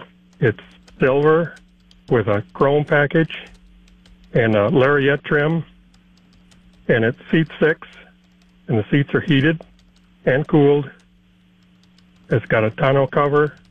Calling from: Tripp, South Dakota, United States; I'm from Trip.

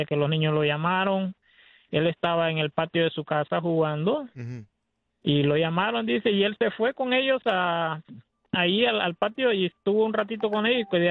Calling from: Honduras; yo soy de Honduras.

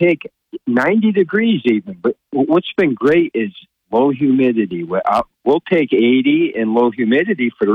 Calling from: New York, United States

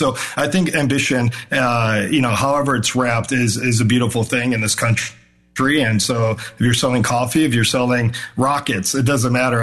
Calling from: Chicago, Illinois, United States; I'm coming in from Chicago

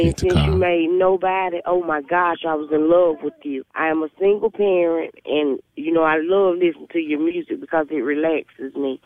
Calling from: Mississippi, United States; I'm calling from Mississippi.

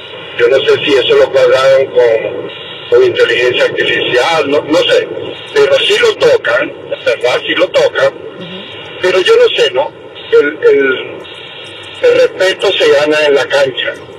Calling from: Utah, United States

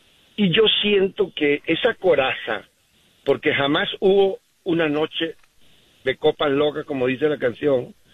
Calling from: Utah, United States; Los llamo días, desde Utah. Estoy aquí

